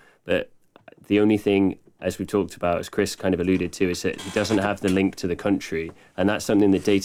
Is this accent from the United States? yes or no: no; Cheltenham, South West England, United Kingdom; growing up in Cheltenham, my dad, we would watch Scotland rugby and Scotland football.